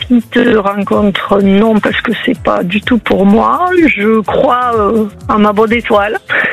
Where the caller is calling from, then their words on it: Clermont-Ferrand, Auvergne-Rhône-Alpes, France; Clermont-Ferrand.